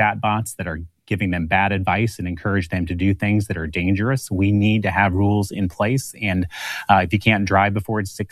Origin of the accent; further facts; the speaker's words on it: Washta, Iowa, United States; My parents ran a small agricultural business in Washita, where I grew up in Cherokee County.